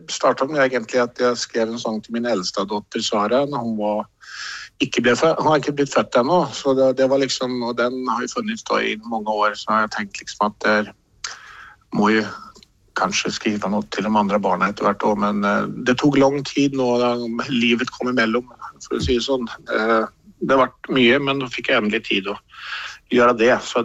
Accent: Stockholm, Stockholm County, Sweden; Norwegian is a second language; now in Norway; var den første sangen jeg skrev, sen kom … da, som handlet litt grann om den ene delen av Stockholm der jeg kommer ifra da.

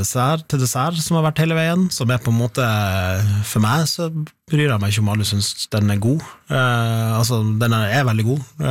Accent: Sigerfjord, Nordland, Norway; Og da flytta liksom to av sønnerne til Sigerfjorden der jeg er fra, og tok med seg blant annet det huset jeg bor i, og flytta til Sigerfjorden.

